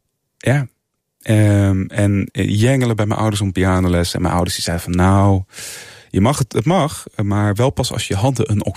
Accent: Culemborg, Gelderland, Netherlands; Dat ligt vlakbij de stad waar ik vandaan kom.

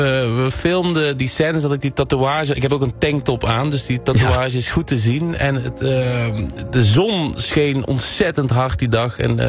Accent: Eindhoven, North Brabant, Netherlands; als trotse Eindhovenaar

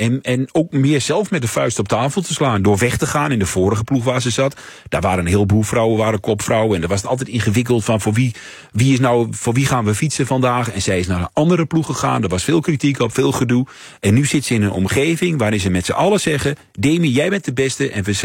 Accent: Overijssel, Netherlands; Ik kom uit Twente. Hè? Ja, we zeggen niet zo heel snel van. Oh, geweldig, fantastisch.

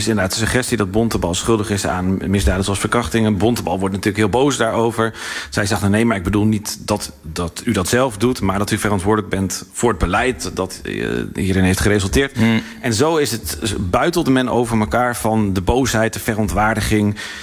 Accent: Netherlands; Maar ik stel voor dat wij collectief als Nederlanders eerst even naar onszelf terug.

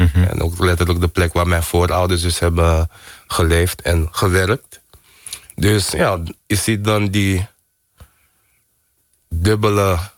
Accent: Amsterdam, North Holland, Netherlands; ik ben hier geboren en getogen in Amsterdam, in Nederland. Maar ik woonde wel in een hele Surinaamse omgeving.

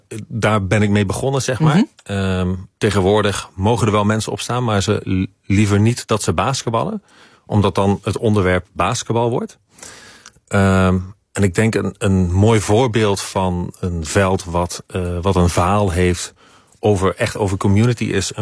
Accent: Schiedam, South Holland, Netherlands; Ik moet zelfs zeggen, ik kom zelf uit Schiedam. In Schiedam heb ik ook maar 3 velden gefotografeerd.

